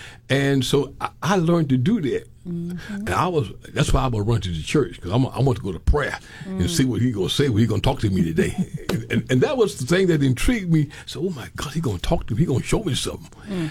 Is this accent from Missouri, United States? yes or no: no; Florida, United States; moved away; I'm from Florida.